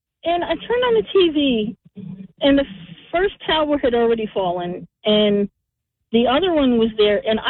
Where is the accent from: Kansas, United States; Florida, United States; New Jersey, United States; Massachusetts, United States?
New Jersey, United States; Newark; now in Pennsylvania, United States; I am originally from New Jersey. I'm from Newark, New Jersey. I was in Lansdowne, Pennsylvania.